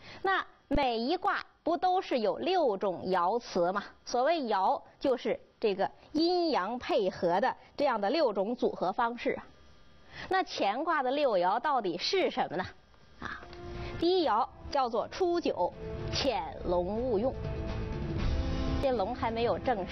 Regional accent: China; 我们中国人

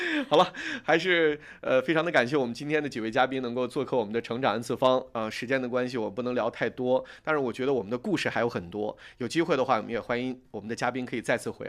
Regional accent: Hebei, China; 就是咱们河北人都这么爱学习吗？

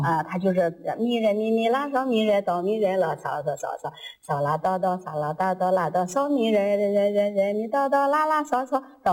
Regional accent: Huilong, Anhui, China; born there; 我的出生地就是在我们阜南县有个惠龙镇卢庄村，是一个小陈庄，那是我的出生地。

